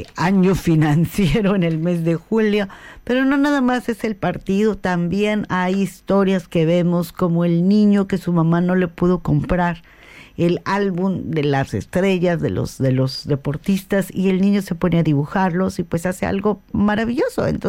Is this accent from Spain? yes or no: no; Mexico; pero bueno, como buena mexicana les comento que ahí se viene la canción